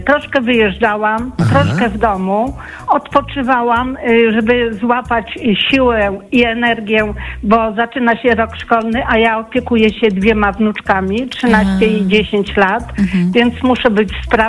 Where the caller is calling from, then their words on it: Warsaw, Masovian Voivodeship, Poland; z Ursynowa.